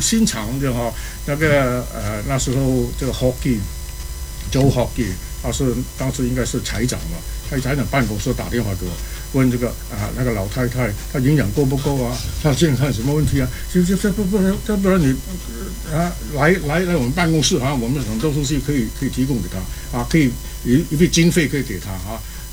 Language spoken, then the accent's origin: Chinese; Malaysia; 我是讲讲我的背景，我是马来西亚长大的。马来西亚啊，我毕业的那个中学呢叫做尊孔中学